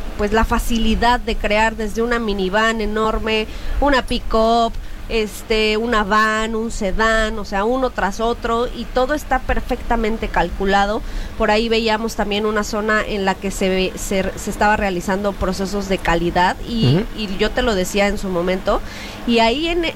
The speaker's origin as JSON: {"language": "Spanish", "country": "Mexico", "said": "por lo que sé, como mexicanos, perdón, está complicado que nos den una licencia para poder manejar allá."}